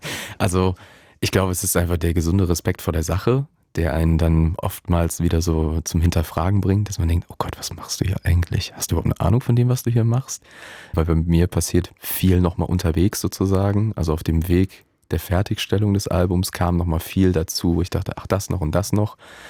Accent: Düren, North Rhine-Westphalia, Germany; born or raised there

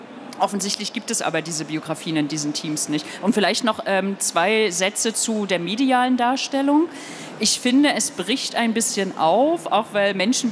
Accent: Rostock, Mecklenburg-Vorpommern, Germany; born there; als gebürtige Rostockerin

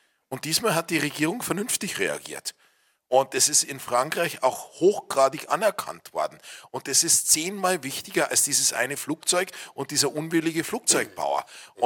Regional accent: Germany; Und wir haben als Deutsche ein ganz großes Interesse

